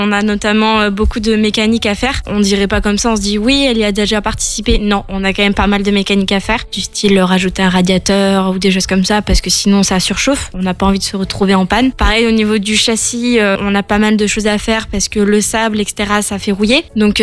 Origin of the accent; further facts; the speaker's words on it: Saint-Estèphe, Nouvelle-Aquitaine, France; je suis originaire de Saint-Estèphe.